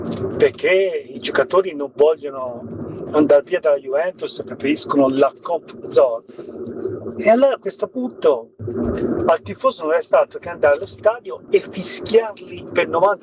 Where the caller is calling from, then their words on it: Viareggio, Tuscany, Italy; siamo da Viareggio.